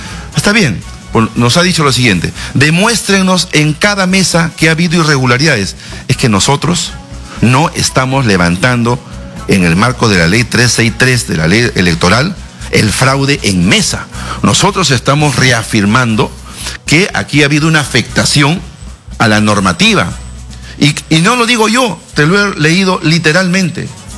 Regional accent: Peru; Y tenemos el derecho también, como un peruano, idéntico como tú, a dudar, a tener sospechas de esa actuación

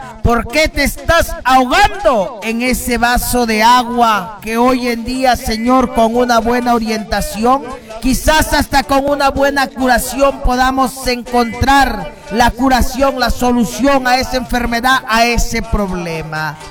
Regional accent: Chiclayo, Lambayeque, Peru; va a ser un viaje hasta la ciudad de Chiclayo, mi tierra bendita, tierra norteña, tierra cálida.

